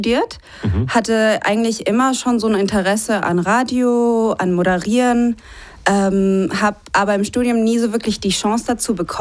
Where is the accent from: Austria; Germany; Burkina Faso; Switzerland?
Germany; Karlsruhe, Baden-Württemberg; also hier in meiner Heimatstadt Karlsruhe